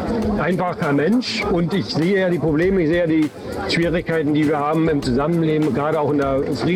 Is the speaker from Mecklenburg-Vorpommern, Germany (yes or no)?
yes; Rügen, Mecklenburg-Vorpommern, Germany; ich bin gebürtiger Rüganer